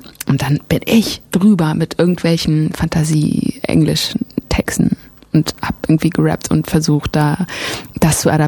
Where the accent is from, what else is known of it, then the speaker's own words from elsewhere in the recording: Frankfurt am Main, Hesse, Germany; first language German; Ich bin in Frankfurt am Main geboren, richtig.